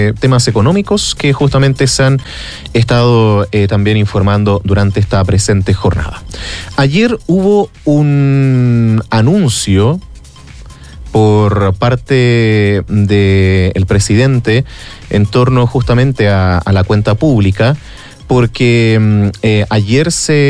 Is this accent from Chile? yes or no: yes; Chile; Nuestro país es sísmico